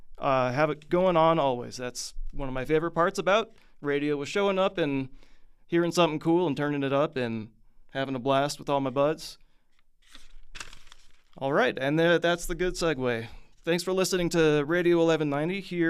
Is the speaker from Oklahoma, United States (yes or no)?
yes; Tulsa, Oklahoma, United States; another underground indie rock band, this time from my hometown of Tulsa, Oklahoma.